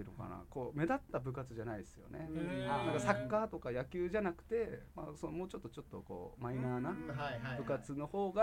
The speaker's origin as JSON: {"language": "Japanese", "town": "Itabashi", "region": "Tokyo", "country": "Japan", "tie": "born there", "also_born_or_lived": "Saitama", "moved": "yes", "said": "板橋船戸で生まれて、"}